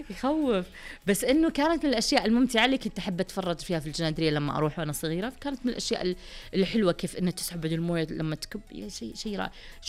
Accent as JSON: {"language": "Arabic", "country": "Saudi Arabia", "said": "عندنا في المملكة العربية السعودية الجميلة واللي نعتز أكيد فيها"}